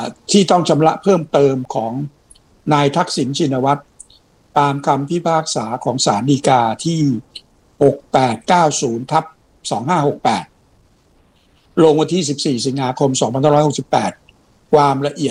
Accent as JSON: {"language": "Thai", "town": "Ayutthaya", "region": "Phra Nakhon Si Ayutthaya", "country": "Thailand", "tie": "born or raised there", "said": "ใช่เด็กหัวรอ"}